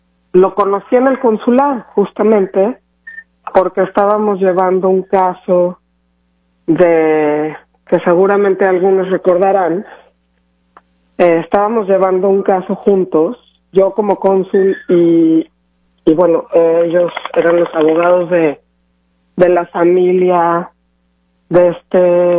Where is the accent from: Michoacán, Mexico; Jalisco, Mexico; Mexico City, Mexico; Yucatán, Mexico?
Mexico City, Mexico; moved away as an adult; also born or lived in Vienna, Austria / Seattle; Yo nací en la Ciudad de México y ahí crecí hasta, me fui de la Ciudad de México cuando tenía como 26 años